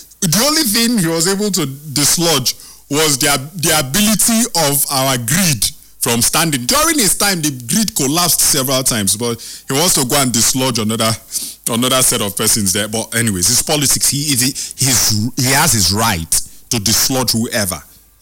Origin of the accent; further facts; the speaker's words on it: Benin City, Edo, Nigeria; born there; Interestingly, I was born in Oredo.